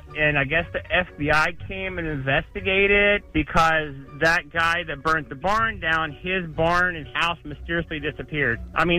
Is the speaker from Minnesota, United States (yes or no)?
no; Kentucky, United States; I grew up in Kentucky